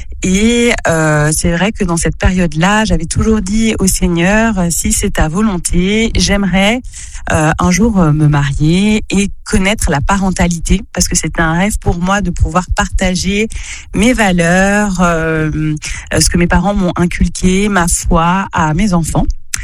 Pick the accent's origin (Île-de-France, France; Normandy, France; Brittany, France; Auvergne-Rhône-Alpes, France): Île-de-France, France; Paris; moved away as an adult; now in Geneva, Switzerland; moi j'ai 37 ans maintenant, je suis née, j'ai grandi à Paris et ça fait 10 ans que je vis à Genève.